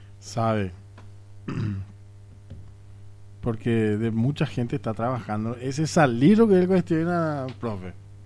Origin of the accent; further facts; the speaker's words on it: Paraguay; somos democráticos los paraguayos